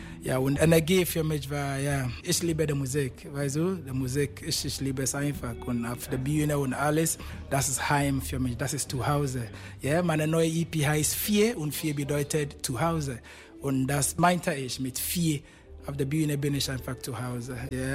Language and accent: German; Ghana; now in Germany